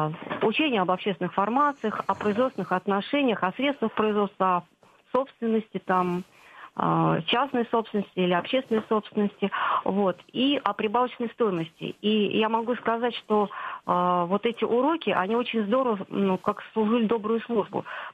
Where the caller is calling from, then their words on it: Saratov, Saratov Oblast, Russia; я из Саратова.